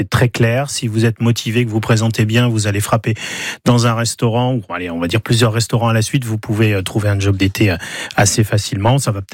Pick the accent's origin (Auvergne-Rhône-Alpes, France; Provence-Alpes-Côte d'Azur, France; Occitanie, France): Provence-Alpes-Côte d'Azur, France; chez nous en Provence